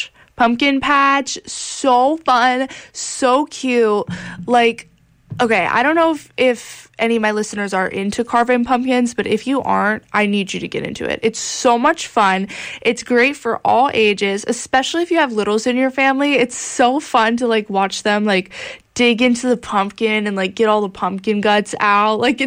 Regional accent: Dayton, Ohio, United States; moved away as an adult; now in Bowling Green, United States; we are in Bowling Green, which is way closer to Sandusky. My hometown is Dayton, Ohio

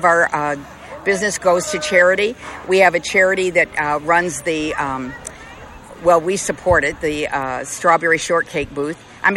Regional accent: Toledo, Ohio, United States; moved away; also born or lived in Deltona, Florida; I'm originally from Toledo, Ohio, and I have family here in Jerry City.

